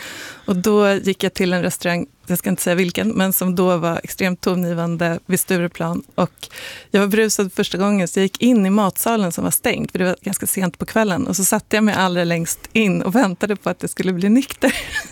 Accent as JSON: {"language": "Swedish", "country": "Sweden", "said": "Alltså jag talade inte om att jag var svensk"}